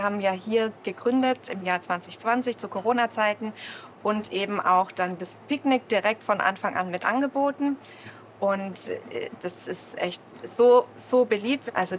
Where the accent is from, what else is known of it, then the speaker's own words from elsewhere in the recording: Stuttgart, Baden-Württemberg, Germany; ich bin selber in Ulbach aufgewachsen